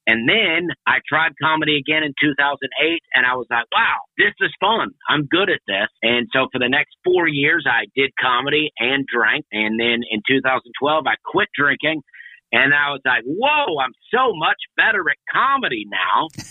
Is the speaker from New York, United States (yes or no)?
no; Alabama, United States; moved away as an adult; I grew up in Alabama. And then when I was 21, I moved to Charleston, South Carolina.